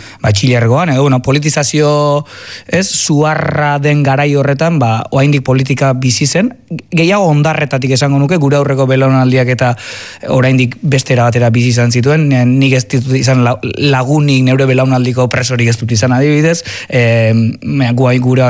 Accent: Azpeitia, Basque Country, Spain; ni Azpeitiarra naiz

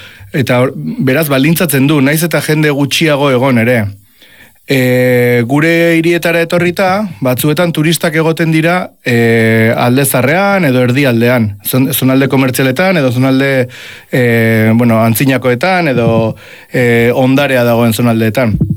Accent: Southern Basque Country, Spain; hemen Ego Euskal Herriko biztanlei etzigun hainbeste eragin

